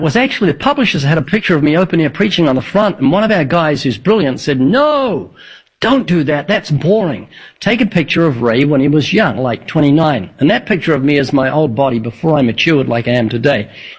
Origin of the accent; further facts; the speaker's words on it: New Zealand; born there; accent: slight New Zealand; moved away; how I was born twice in New Zealand. I've got a slight New Zealand accent, you'll notice.